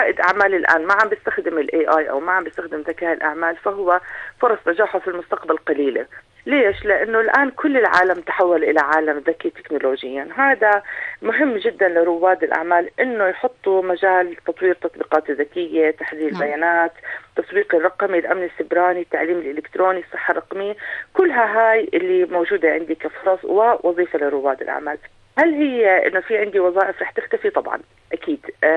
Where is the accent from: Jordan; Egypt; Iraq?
Jordan; يعني إحنا هون في الأردن